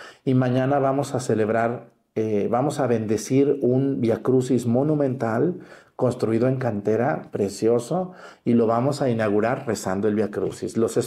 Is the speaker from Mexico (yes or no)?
yes; Mexticacán, Jalisco, Mexico; Invito mucho a la gente de mi pueblo, Mexicacán.